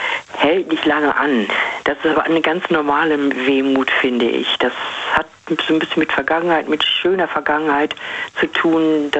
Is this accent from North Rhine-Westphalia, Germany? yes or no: yes; Vlotho, North Rhine-Westphalia, Germany; Ich bin also praktisch wieder zurückgegangen, mhm, so einen Schritt in meine Heimat und habe mich da sau wohl gefühlt, auch wenn ich die Stadt Floto, da bin ich ab und zu mal reingefahren in die Stadt Floto, wo ich auch meine Jugend verbracht habe